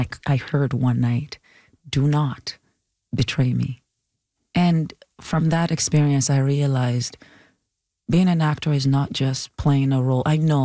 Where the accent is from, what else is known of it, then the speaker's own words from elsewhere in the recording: Nigeria; has always been trying to suppress my Nigerian-ness, my act, because they were complaining about my accent. I'm like, I can't just pick up an accent and do it.